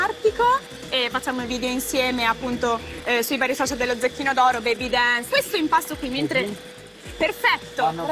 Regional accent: Emilia-Romagna, Italy; Poi io sono, non so se si può dire, sono romagnola

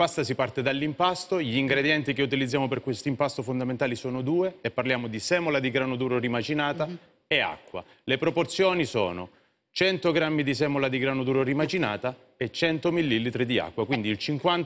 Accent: Calabria, Italy; Oggi vi propongo un formato di pasta fresca, a cui sono molto legato in quanto appartiene alla mia terra, la Calabria.

